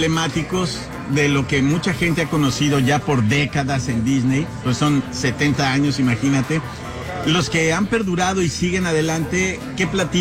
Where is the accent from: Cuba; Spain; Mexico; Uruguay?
Mexico; nosotros como mexicanos